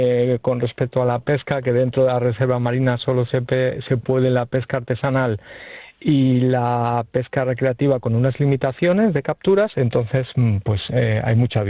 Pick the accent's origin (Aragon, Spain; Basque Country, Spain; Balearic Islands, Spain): Balearic Islands, Spain; Formentera; born there; Bueno, yo nací en Formentera, ¿vale? Que es, bueno, la isla donde estáis ahora, en el Mediterráneo.